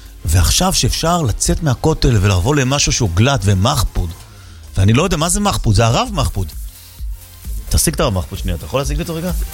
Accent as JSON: {"language": "Hebrew", "town": "Jerusalem", "region": "Jerusalem District", "country": "Israel", "said": "אני ירושלמי"}